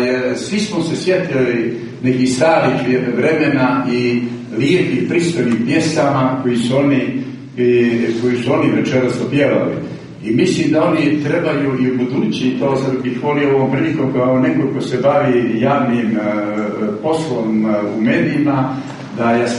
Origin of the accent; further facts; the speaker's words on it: Podgorica, Montenegro; also born or lived in Berane; ja sam bukvalno porastao u Podgorici, a rođen sam u Beranu.